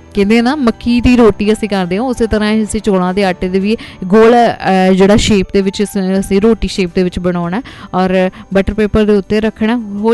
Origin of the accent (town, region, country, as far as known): Punjab, India